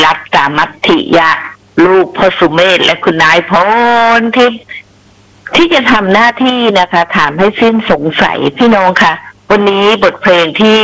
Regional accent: Phuket, Thailand; ดิฉันเนี่ยคนภูเก็ตโดยกำเนิดนะคะ

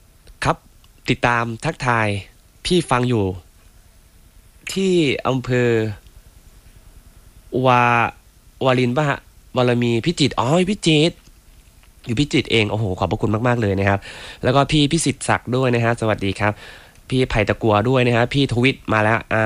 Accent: Isan, Thailand; ผมคนอีสานบ้านเฮาพี่น้องมื้อนี้หลายนะครับ

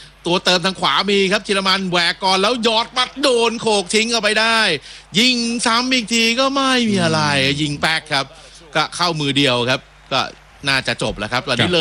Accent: Bangkok, Thailand; now in Samut Prakan, Thailand

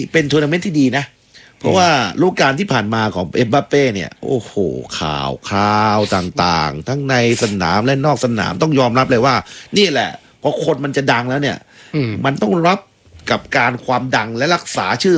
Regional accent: Southern Thailand, Thailand; ใช่ถ้าสนยางเนี่ยผมก็เป็นคนใต้เหมือนกัน

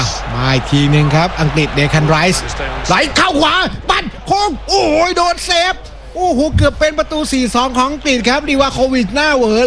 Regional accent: Bangkok, Thailand; born there

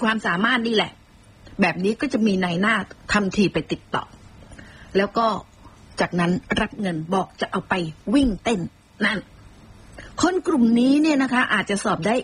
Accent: Phuket, Thailand; born there; ดิฉันนี่เกิดมาเป็นคนภูเก็ตโดยกำเนิดนะเกิดถนนดีบุก

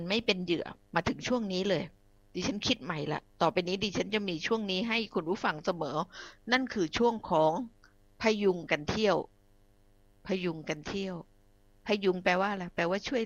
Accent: Phuket, Thailand

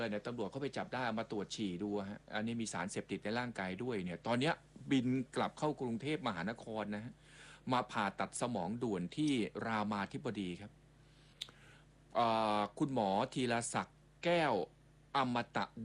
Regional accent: Ko Samui, Surat Thani, Thailand; born there; ที่นี่แหละฮะสมุยนั่นแหละครับ

